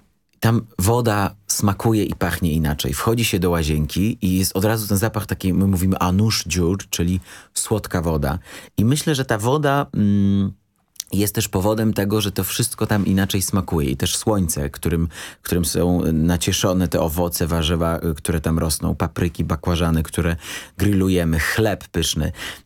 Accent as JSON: {"language": "Polish", "region": "Ararat", "country": "Armenia", "lives_now": "Poland", "said": "Ja akurat pochodzę z prowincji Araratu, z mojego domu widać piękny Ararat."}